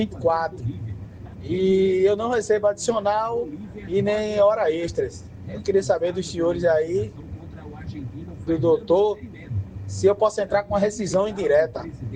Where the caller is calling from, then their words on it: Goiânia, Goiás, Brazil; sou daqui de Goiânia.